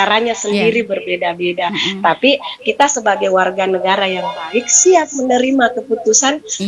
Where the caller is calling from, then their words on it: Makassar, South Sulawesi, Indonesia; kita orang Makassar